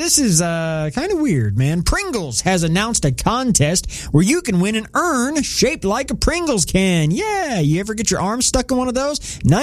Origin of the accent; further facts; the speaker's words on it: Indiana, United States; it's a ranch-flavored tube so that everybody knows I was from Indiana.